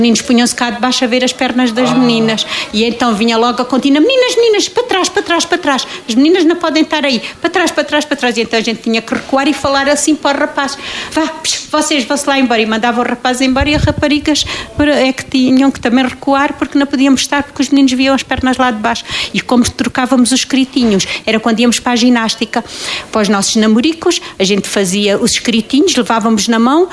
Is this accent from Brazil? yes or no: no; Portalegre, Alentejo, Portugal; Eu, como alentejana, estou muito revoltada com o programa da Polis